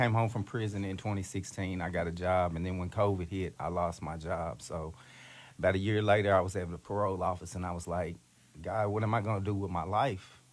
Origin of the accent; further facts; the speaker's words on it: Newport, United States; I'm from Newport. So, like, the head start was at the old branch high school that I attended. So, like, I was a minority there.